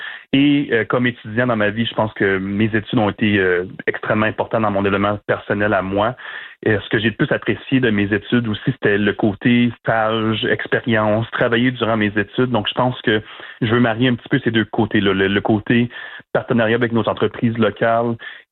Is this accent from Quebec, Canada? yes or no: no; Hearst, Ontario, Canada; Mais vraiment, j'ai grandi à Hearst. Ma famille vient de Kapuskasing et j'ai marié une femme de Timmins.